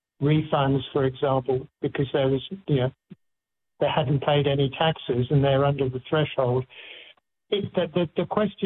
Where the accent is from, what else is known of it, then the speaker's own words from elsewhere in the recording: Australia; as Australian citizens and therefore as taxpayers